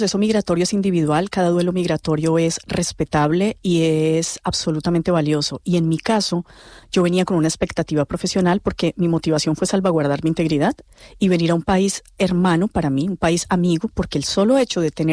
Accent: Colombia; moved away as an adult; now in Canary Islands, Spain

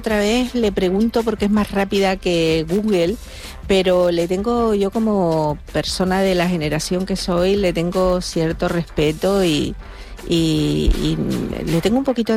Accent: La Palma, Canary Islands, Spain; en La Palma, en el Circo de Marte, en mi tierra

